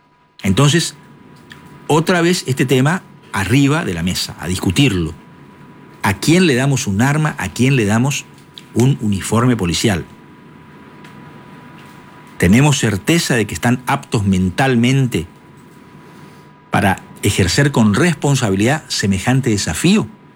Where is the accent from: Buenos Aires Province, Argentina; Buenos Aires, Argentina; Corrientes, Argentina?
Corrientes, Argentina; somos correntinos